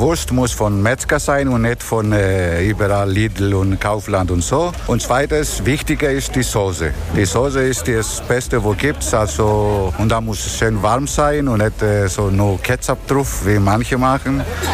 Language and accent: German; Greece; German is a second language; now in Spaichingen, Germany; Ich komme von Speichingen aus Griechenland.